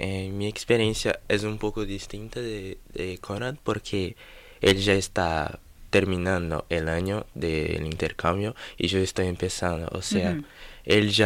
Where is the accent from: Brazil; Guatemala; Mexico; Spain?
Brazil; Spanish is a second language; now in Río Gallegos, Argentina; Ah, sos de Brasil, qué increíble.